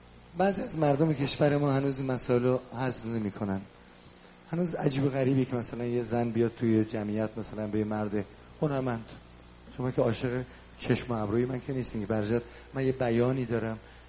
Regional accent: Iran; moved away

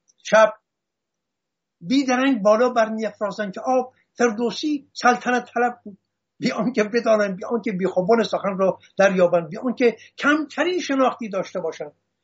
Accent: Hamadan, Iran; born there; در سنگ نبشتهی که در گنجنامه همدان زادگاه ما، زادگاه من برای ما به یادگار گذاشت

